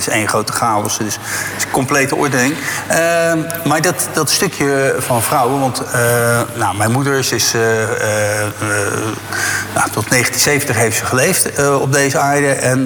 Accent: Zwijndrecht, South Holland, Netherlands; born there; Dus ik ben in Zwijndrecht geboren.

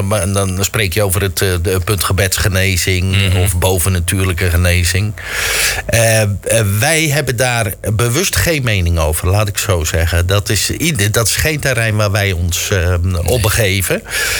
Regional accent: Sommelsdijk, South Holland, Netherlands; Ik kom uit Middelharnis.

